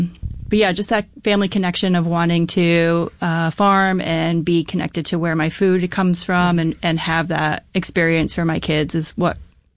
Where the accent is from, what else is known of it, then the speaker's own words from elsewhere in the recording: Naples, Florida, United States; also born or lived in Oregon; So I grew up in Naples across the pasture from my grandparents' beef cow farm. So again, getting that family connection. We moved away after college and lived in Oregon for a few years, and were called back home when we had our first child